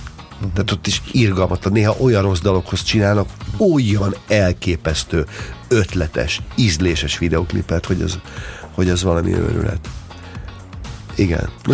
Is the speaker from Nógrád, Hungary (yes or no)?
yes; Balassagyarmat, Nógrád, Hungary; born there; abban a városban, ahol én születtem, Balassagyarmaton, volt kb. 20 darab videótéka.